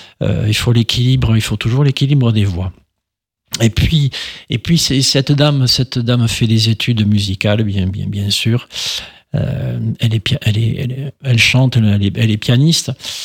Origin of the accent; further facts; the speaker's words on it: Mazères, Occitanie, France; Et puis, je suis originaire de Mazères également.